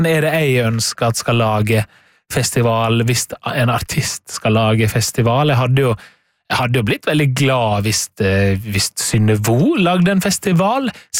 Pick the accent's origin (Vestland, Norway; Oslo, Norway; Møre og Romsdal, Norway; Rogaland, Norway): Møre og Romsdal, Norway; som en sunnmøring